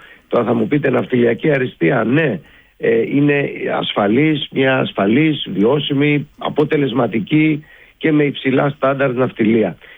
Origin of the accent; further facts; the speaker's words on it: Greece; εμείς ως Έλληνες είμαστε υπερήφανοι